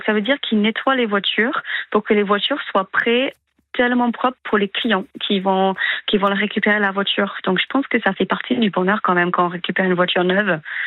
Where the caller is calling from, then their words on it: Périgueux, Nouvelle-Aquitaine, France; first language English; French is a second language; Et moi, je suis à centre-ville de Périgueux.